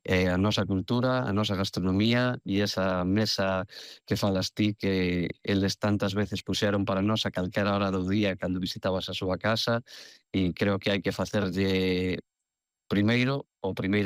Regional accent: Galicia, Spain; Entón, aí é onde entramos nós como galegos, somos un referente dentro do plano mundial

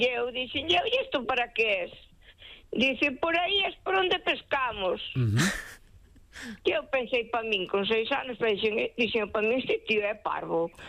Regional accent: Buenos Aires, Argentina; now in Spain; Home, ao mellor estando en Bos Aires, ao mellor alguna vez nos acercamos, ao mellor máis ben había un río ali cerca da nosa casa.

